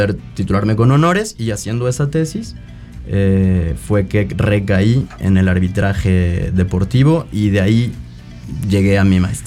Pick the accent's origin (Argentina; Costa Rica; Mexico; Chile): Mexico; San Luis Potosí; siendo mexicano, siendo potosino